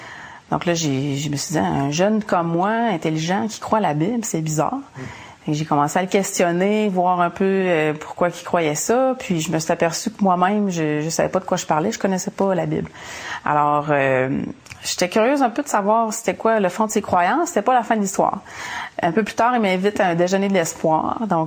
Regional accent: Saint-Félicien, Quebec, Canada; Moi, j'ai grandi au Lac-Saint-Jean, Saint-Félicien. Je suis la plus jeune d'une famille de 5 enfants. Et puis, c'est une famille typiquement québécoise, normale, avec des bons parents.

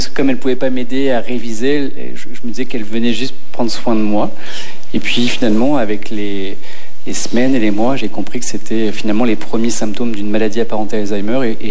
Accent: Le Havre, Normandy, France; Vers en haut à gauche, vers la Normandie, le Havre. Vous n'étiez pas obligé de rire. C'est très joli, le Havre. Moi, j'ai grandi dans un milieu ouvrier.

